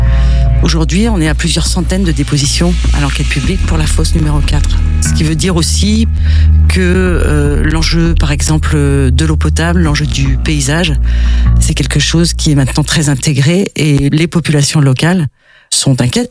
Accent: Glomel, Brittany, France; Moi, je suis de Glomel.

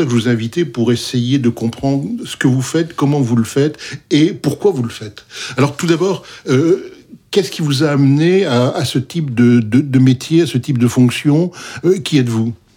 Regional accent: Lille, Hauts-de-France, France; moved away as an adult; je suis resté 20 ans à Lille, donc c'est là que je suis né.

